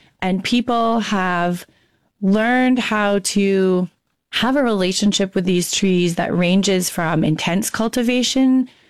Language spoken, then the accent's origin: English; Maine, United States; So I grew up in Maine with two parents who were bird watchers. And we spent a lot of time traveling around the state of Maine